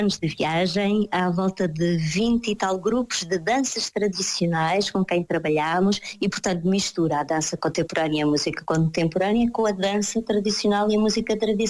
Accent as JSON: {"language": "Portuguese", "town": "Abrantes", "region": "Santarém", "country": "Portugal", "tie": "born there", "said": "porque eu nasci em Abrantes, o meu avô era o barqueiro da Água das Casas"}